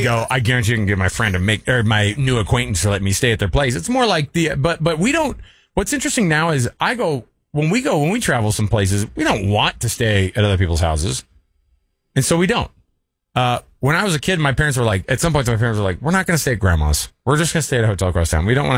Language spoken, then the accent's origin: English; New York, United States; Like I need to try to be cool and different and mean because I'm a New Yorker.